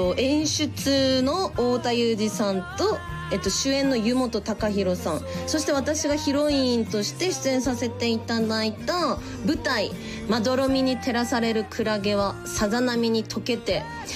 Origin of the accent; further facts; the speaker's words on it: Miyazaki, Japan; 今月も私の大好きな地元宮崎県の魅力をポップに楽しくお送りいたします。